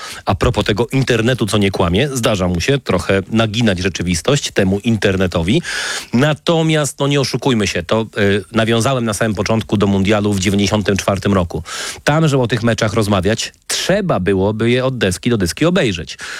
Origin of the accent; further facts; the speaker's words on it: Wrocław, Lower Silesian Voivodeship, Poland; We Wrocławiu z racji urodzenia, na początku lat 80. wychowywałem się po pierwsze w kulcie koszykarskiego Śląska, będącego najlepszą drużyną w kraju.